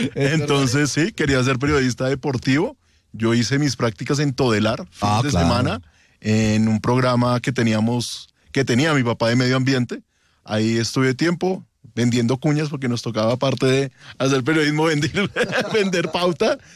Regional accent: Bogotá, Bogotá Capital District, Colombia; soy bogotano, 46 años, modelo 80.

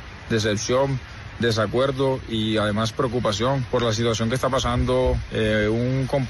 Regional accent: Colombia; como ciclista, como deportista, como colombiano.

